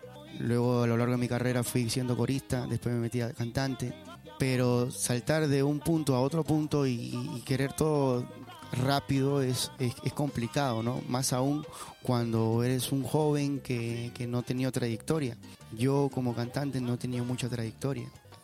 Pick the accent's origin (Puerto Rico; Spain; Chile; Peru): Peru; Callao; Mi niñez la viví en Costanzo, que está por el Estadio del Boys, por el Vaquijano, por el cementerio Vaquijano. Viví ahí hasta los 15 años.